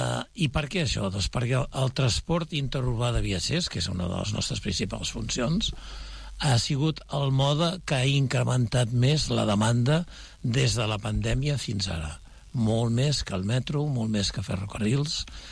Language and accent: Catalan; Sabadell, Catalonia, Spain; com a sabadellenc